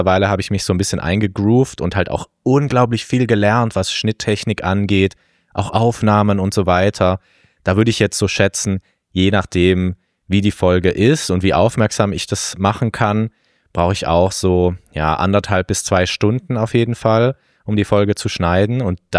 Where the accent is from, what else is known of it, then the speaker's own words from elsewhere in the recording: Trentino-Alto Adige, Italy; nehme ich euch mit in meine Heimat nach Südtirol